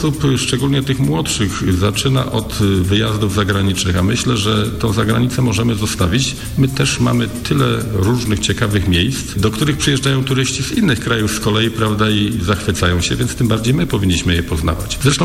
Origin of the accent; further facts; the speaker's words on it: Greater Poland Voivodeship, Poland; ja akurat jestem wielkopolaninem, także bardzo często w swoim rejonie wychodzę na wycieczki. Mieszkam niedaleko od Puszczy Noteckiej. To taki duży kompleks leśny pomiędzy Wartą a Notecią. Mieszkam też na niedaleko po jeziorze Międzychodzko-Sierakowskiego.